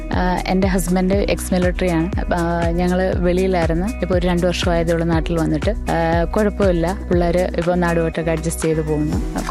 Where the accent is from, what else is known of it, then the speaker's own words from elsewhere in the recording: Perumon, Kerala, India; എന്റെ സ്ഥലം പെരുമൺ.